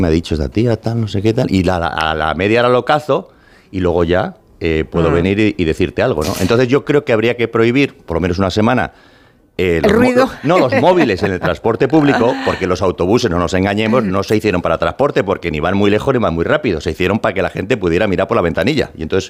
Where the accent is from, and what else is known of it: Spain; born or raised there; now in United States